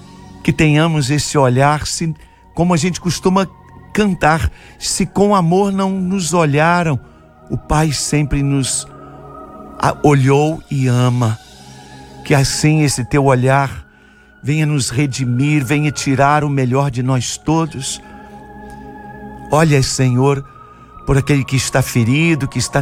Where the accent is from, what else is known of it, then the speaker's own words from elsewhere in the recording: Juiz de Fora, Minas Gerais, Brazil; now in Rio de Janeiro, Brazil; lá da minha cidade de Juiz de Fora